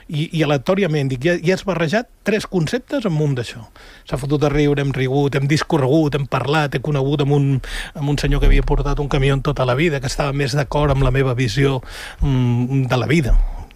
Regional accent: L'Ametlla del Vallès, Catalonia, Spain; el meu poble, vale? L'Ametlla del Vallès, un poble petit

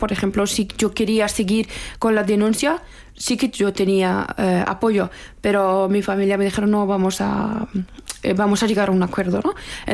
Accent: Afghanistan; Spanish is a second language; moved away; cuando yo salí de Afganistán salí con una bandera de Afganistán y no tenía nada

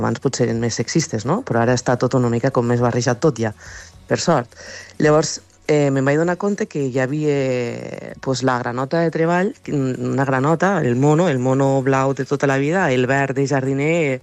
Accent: Mollerussa, Catalonia, Spain

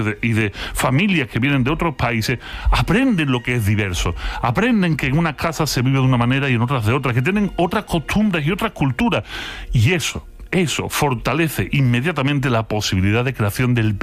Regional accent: Mexico; born there; Esto lo hacía nací en México, ¿eh? Que nadie me pregunte por nombres de España.

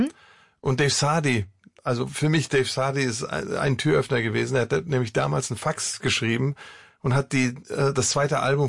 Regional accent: Armenia; Das ist für mich als Armenier eine Steilvorlage.

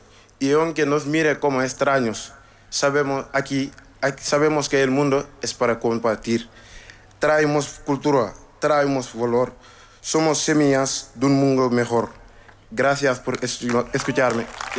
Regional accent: Senegal; now in Spain; tengo 20 años y soy de Senegal.

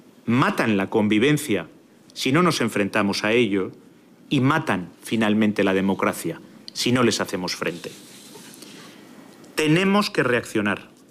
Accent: Spain; estados que se han trazado como objetivo dividirnos, incluso disolvernos como españoles y como europeos.

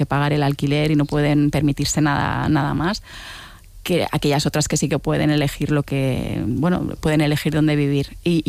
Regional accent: Balearic Islands, Spain; born there; moved away as an adult; now in Barcelona, Spain

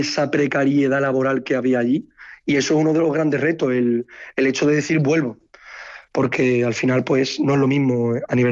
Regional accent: Cádiz, Andalusia, Spain; moved away as an adult; aunque soy realmente de Cádiz, hago mis estudios en Sevilla, y yo decido emigrar. Yo voy a Montpellier, después he estado en París

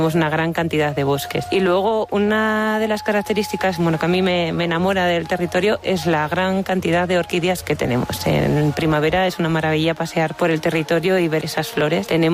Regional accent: Asturias, Spain; Soy asturiana, pero llevo viviendo ya media vida en la provincia de Burgos

